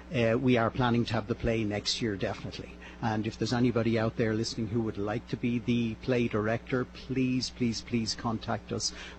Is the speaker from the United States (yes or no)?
no; Dublin, Leinster, Ireland; No, I'm from Dublin.